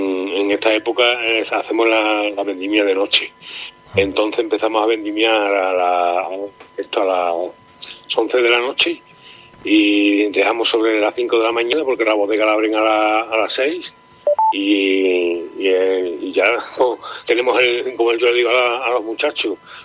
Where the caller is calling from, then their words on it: Almendralejo, Extremadura, Spain; Yo estoy en Arizón, en Almendralejo, provincia de Badajoz.